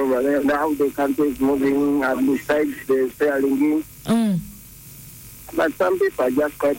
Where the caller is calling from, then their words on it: Luwero, Central Region, Uganda; I'm in Enzo, Luero.